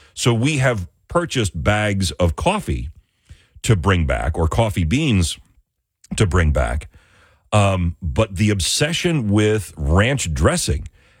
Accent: Buffalo, New York, United States; I grew up in the Buffalo area

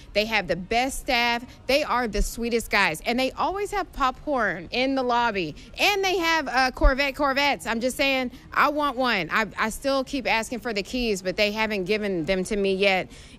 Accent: Owosso, Michigan, United States; We're right here in Owosso in my hometown.

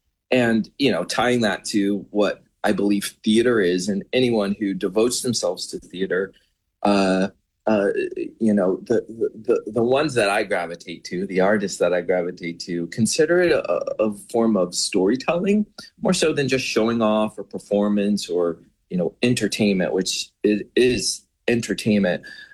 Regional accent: St. Louis, Missouri, United States; growing up in St. Louis, Missouri

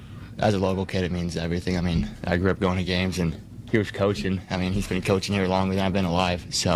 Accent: San Luis Obispo, California, United States; To represent SLO, my hometown

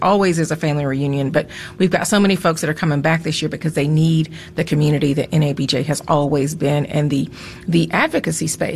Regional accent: Atlanta, Georgia, United States; born or raised there

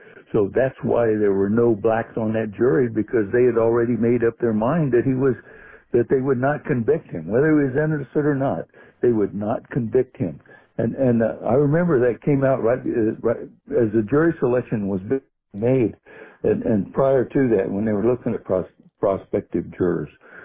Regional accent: San Antonio, Texas, United States; I'm from San Antonio.

